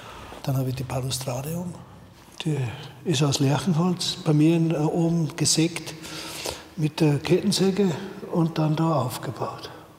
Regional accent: Nebelberg, Upper Austria, Austria; Das ist eigentlich mein Heimatort. Das heißt, wir haben ja in Österreich, das war ja eine kleine Gemeinde Nebelberg

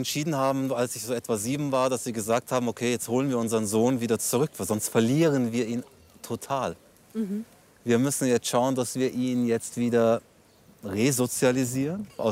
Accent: Munich, Bavaria, Germany; ich bin Münchner, das ist hier mein Zuhause, ich bin hier geboren

